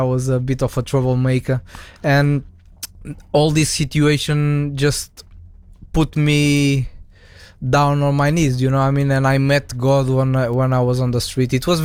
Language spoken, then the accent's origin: English; Portugal; born or raised there; moved away